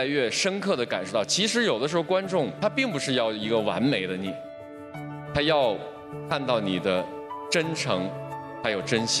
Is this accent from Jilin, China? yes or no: yes; Ji'an, Jilin, China; moved away as an adult; now in Beijing, China; 我来自一个很小的城市，边陲小城，吉林省吉安市。